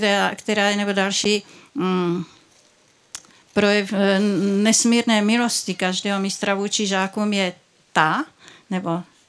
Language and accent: Czech; Brno, South Moravian Region, Czechia; Byla veřejná, a přímo v Brně, tam, odkud pocházím, kde bydlím, byla veřejná přednáška.